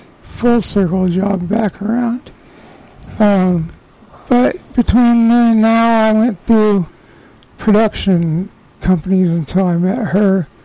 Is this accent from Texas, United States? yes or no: yes; Southlake, Texas, United States; also born or lived in Iowa / Fort Wayne, Indiana; I was born in Iowa. about a half hour outside Des Moines. And after I was born, about 2 years maybe, we moved Indiana, Fort Wayne. And then after that, we moved to South Lake, Texas, and stayed there until I graduated high school.